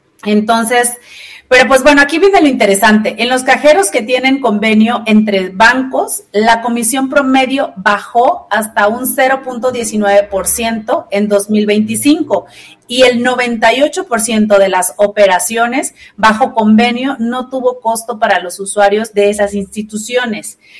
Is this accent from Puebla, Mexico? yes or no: no; Alvarado, Veracruz, Mexico; Por ejemplo, yo que soy de Alvarado, en Alvarado antes no había cajeros ni bancos, pero había Coppel.